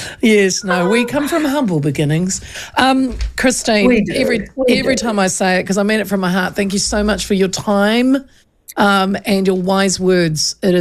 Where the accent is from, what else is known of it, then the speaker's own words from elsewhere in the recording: Hastings, Hawke's Bay, New Zealand; my hometown of Hastings.